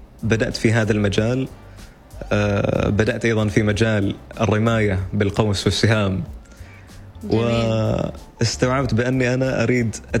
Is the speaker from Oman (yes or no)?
yes; Oman; أقول له من سلطنة عمان.